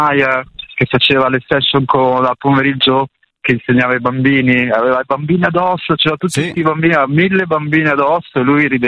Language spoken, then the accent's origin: Italian; Pietra Ligure, Liguria, Italy; Io sono di Pietraligure.